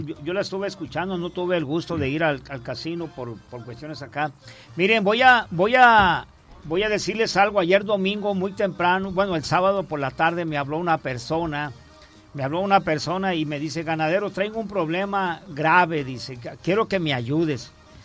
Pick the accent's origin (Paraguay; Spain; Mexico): Mexico; somos los mexicanos los que tenemos que regir nuestra propia política